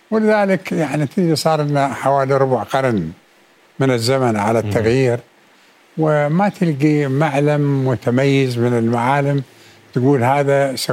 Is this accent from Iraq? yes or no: yes; Iraq; now in Moscow, Russia